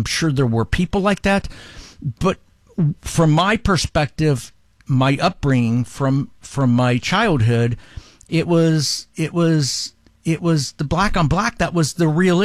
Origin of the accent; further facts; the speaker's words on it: Columbus, Ohio, United States; if you don't know about … I was born and raised up in Columbus, Ohio, back in the 70s and 80s.